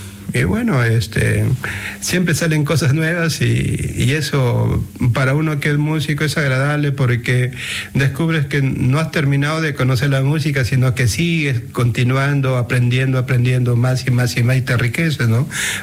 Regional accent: Huanchaco, La Libertad, Peru; y yo llevé la quena, la zampoña y el charango a Huanchaco, a mi pueblo, y ahí empezamos.

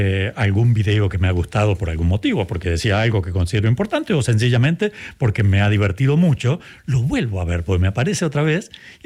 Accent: Santa Rosa, La Pampa, Argentina; Así es, en mi ciudad de origen, Santa Rosa, en Argentina, hay de estas máquinas de tragamonedas

